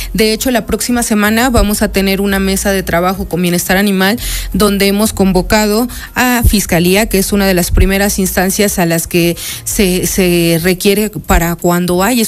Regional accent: Puebla, Mexico; gracias a ellos nosotros nos seguimos identificando como poblanos, como serranos

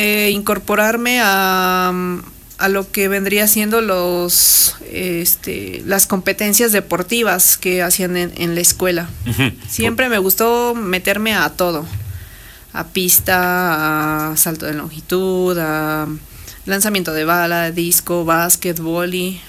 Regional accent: Puebla, Mexico; Soy originaria de Puebla.

